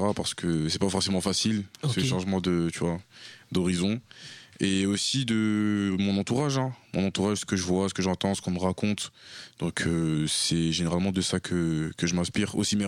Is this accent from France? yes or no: no; Côte d’Ivoire; Ouais, forcément, je t'ai dit, je suis ivoirien, donc il y a foy, on peut parler en nouchi si tu veux.